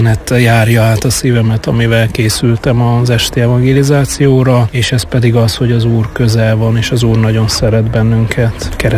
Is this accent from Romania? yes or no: yes; Sălaj, Romania; főleg meg én szilágysági vagyok